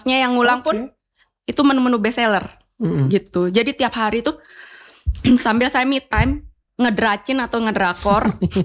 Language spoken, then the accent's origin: Indonesian; Bali, Indonesia; Jadi saya kan orang Bali, nah saya angkatlah menu Bali tiap hari Sabtu, nasi campur Bali, nasi ayam betutu